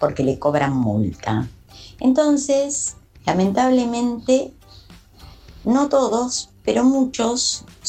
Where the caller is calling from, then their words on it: Buenos Aires, Argentina; de Almagro.